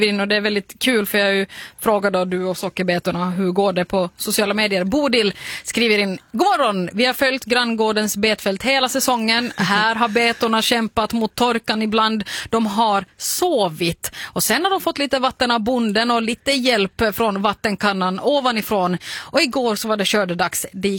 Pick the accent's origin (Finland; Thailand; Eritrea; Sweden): Finland; moved away